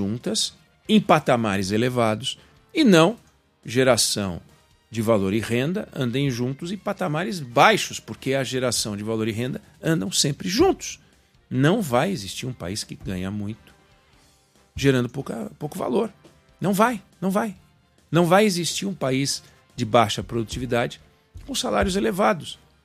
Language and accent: Portuguese; Brazil